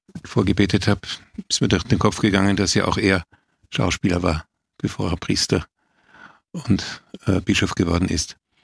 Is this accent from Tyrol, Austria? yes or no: no; Vienna, Austria; Ich bin, wie gesagt, in Wien geboren, in einer ganz normalen bürgerlichen Familie, aufgewachsen, selbstverständlich. Damals war das noch normal in der katholischen Kirche. In die Messe gehen war mir als Kind eigentlich eine Selbstverständlichkeit